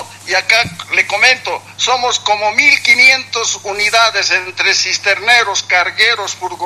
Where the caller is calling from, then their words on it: Cochabamba, Bolivia; Nosotros somos de Cochabamba